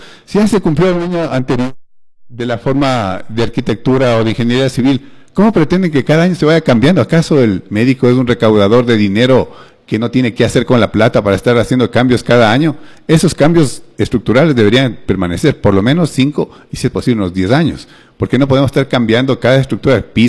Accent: Ecuador

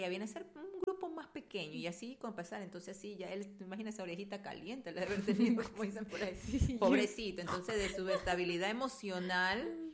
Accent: Ecuador; Incluso ahí en España tienen los ecuatorianos un apodo tenemos

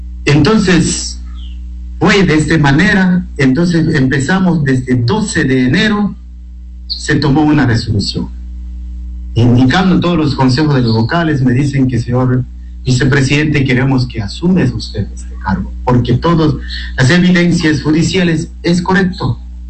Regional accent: Morona Santiago, Ecuador; yo sinceramente soy de Pachacuti, yo soy electo por Pachacuti.

